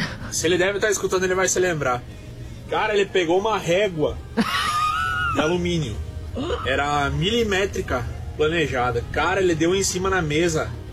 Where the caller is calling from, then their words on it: Garibaldi, Rio Grande do Sul, Brazil; de Garibaldi.